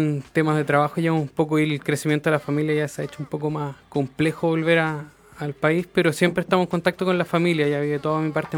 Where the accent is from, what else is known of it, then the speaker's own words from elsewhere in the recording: Brazil; now in Chile; Yo llevo ya 20 años en el sur. Yo soy de Brasil, principalmente. Ahí nos vinimos a vivir al sur de Chile con mi mamá.